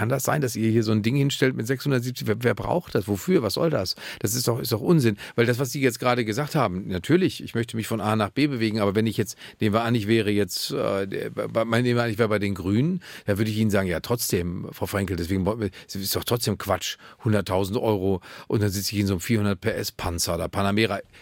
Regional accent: Germany; Aber wir sind also beide Deutsche. Wir sind beide Deutsche, was sollen wir sonst machen?

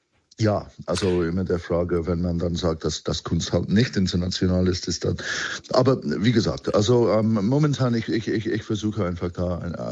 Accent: United Kingdom; now in Germany; Ich bin Brite, genau.

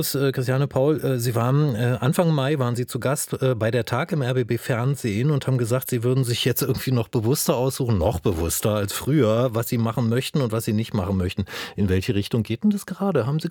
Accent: East Germany, Germany; ich bin selber in der Platte aufgewachsen

